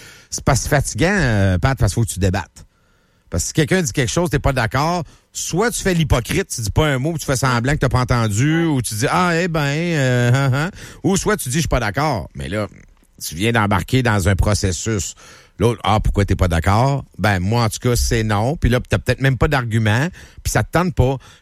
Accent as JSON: {"language": "French", "region": "Quebec", "country": "Canada", "said": "Québécois, nous sommes Québécois."}